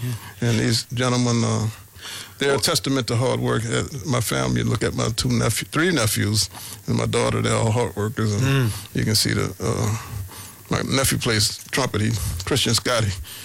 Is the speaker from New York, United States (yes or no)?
no; New Orleans, Louisiana, United States; And I realized that since I came from New Orleans and all of the generations who innovated jazz were still alive